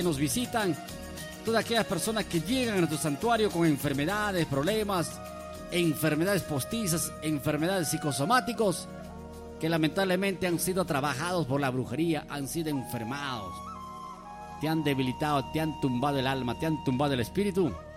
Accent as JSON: {"language": "Spanish", "town": "Huacho", "region": "Lima", "country": "Peru", "said": "Yo soy de Huacho, mis hermanos."}